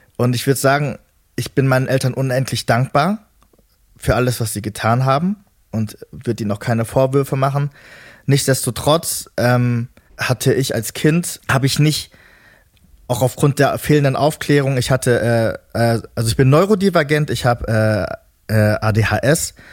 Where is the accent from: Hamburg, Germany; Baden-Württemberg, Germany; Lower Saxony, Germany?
Lower Saxony, Germany; Hanover; ich bin gebürtig aus Hannover, da geht es schon ein bisschen ab.